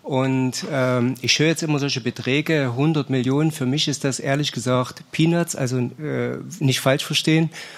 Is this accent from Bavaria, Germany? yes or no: yes; Großostheim, Bavaria, Germany; Ich komme aus Großostheim in der Nähe von Aschaffenburg.